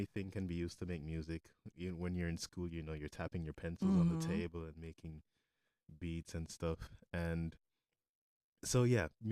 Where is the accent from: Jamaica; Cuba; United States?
Jamaica; Kingston; born or raised there